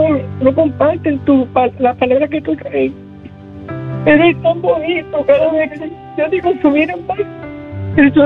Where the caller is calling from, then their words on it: Sabana Grande, Puerto Rico; de Sabana Grande.